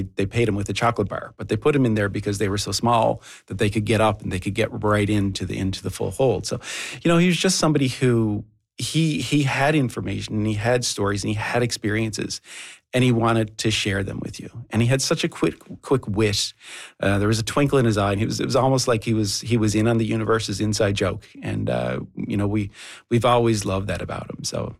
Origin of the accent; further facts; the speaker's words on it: Fox Cove, Ontario, Canada; I'm from the Buron Peninsula as well, so I think there was almost a little bit of a kindred soul there. You know, he always wanted to know about my adventures